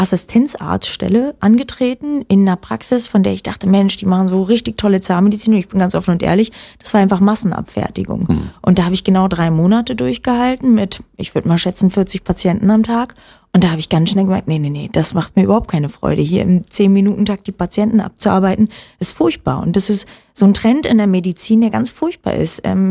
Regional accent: Oranienburg, Brandenburg, Germany; born there; Also ich bin in Oranienburg geboren und bin dann mit 10 auf ein Sportinternat gegangen.

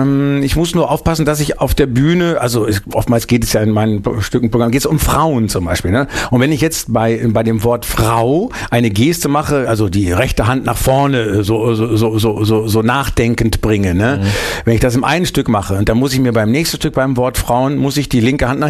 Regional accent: Bielefeld, North Rhine-Westphalia, Germany; Dann haben wir eine freie Gruppe gegründet in Bielefeld, damals noch meine Heimatstadt, Ende der 70er.

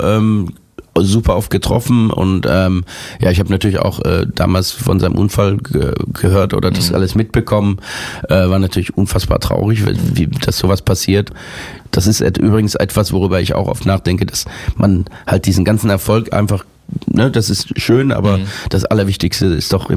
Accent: Germany; Wenn ich als Deutscher englische Texte schreibe, dann empfinde ich das immer, dann hört man, dass das irgendwie so ein Deutscher geschrieben hat.

